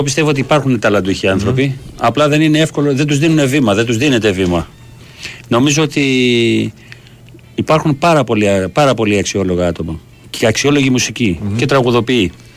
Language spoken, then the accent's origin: Greek; Heraklion, Crete, Greece; θυμάμαι όταν ήμουν μικρός που έμενα στο Ηράκλειο, ας πούμε, στην Κρήτη.